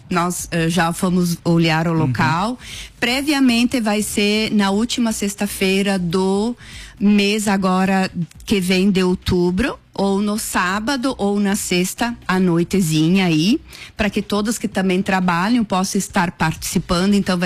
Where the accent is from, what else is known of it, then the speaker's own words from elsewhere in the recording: Nova Bassano, Rio Grande do Sul, Brazil; sou de Nova Bassano.